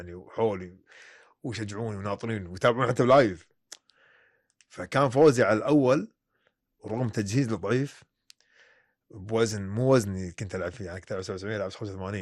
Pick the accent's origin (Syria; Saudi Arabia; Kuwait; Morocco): Kuwait; فلما أروح أنا برا أمثل ديرتي والعب، أنا ما قاعد أمثل بس … ، لا قاعد أمثل ترى الكويت ديرة معطاء فيها أبطال